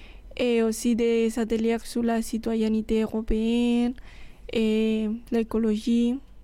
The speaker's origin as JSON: {"language": "French", "region": "Castilla-La Mancha", "country": "Spain", "tie": "born or raised there", "second_language": "French", "moved": "as an adult", "lives_now": "Nîmes, France", "said": "j'ai 23 ans et je viens de Castilla-La Mancha, d'un petit village de 3000 habitants. Mais la ville plus grande près de chez moi, c'est Albacete."}